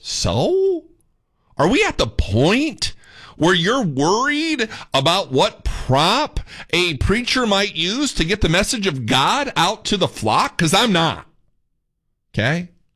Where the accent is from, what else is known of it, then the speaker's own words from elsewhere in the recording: Indiana, United States; now in Texas, United States; I moved down here from Indiana. Y'all know I'm a Yankee. They have basements up north.